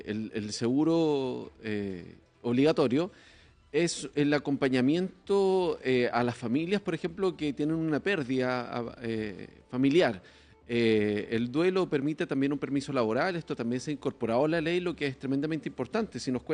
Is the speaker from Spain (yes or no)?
no; Chile; qué tan preparados estamos nosotros también como chilenos frente al volante.